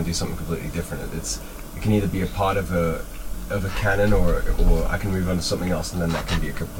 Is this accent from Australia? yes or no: yes; Adelaide, South Australia, Australia; That's where I grew up, in Adelaide.